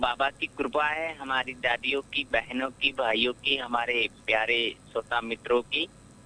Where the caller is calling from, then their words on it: Rampura, Rajasthan, India; मेरा गांव रामपुरा राजस्थान में है, जो हमारा जिला बाड़मेर है।